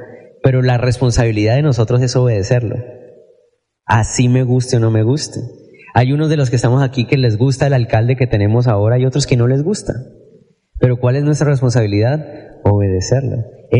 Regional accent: Cali, Valle del Cauca, Colombia; Los cristianos somos primero de Dios y después colombianos, primero de Dios y después caleños.

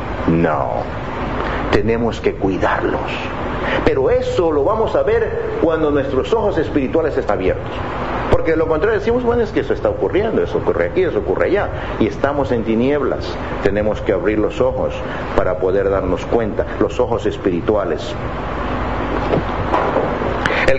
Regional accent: United States; Spanish is a second language; moved away; yo soy gringo, yo tengo una excusa.

